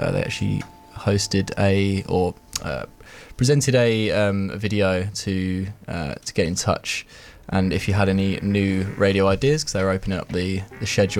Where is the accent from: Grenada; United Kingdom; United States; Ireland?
United Kingdom; Northampton, East Midlands